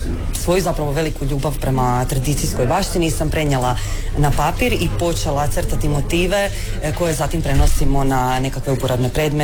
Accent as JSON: {"language": "Croatian", "town": "Đakovo", "region": "Osijek-Baranja County", "country": "Croatia", "said": "dolazim iz Đakova i vlasnica sam brenda Bećaruša."}